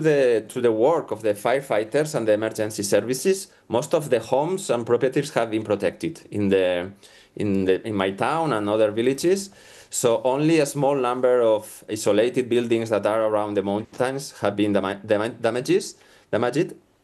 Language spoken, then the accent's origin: English; La Vall d'Uixó, Valencian Community, Spain; English is a second language; in my hometown, in La Vall d'Uixó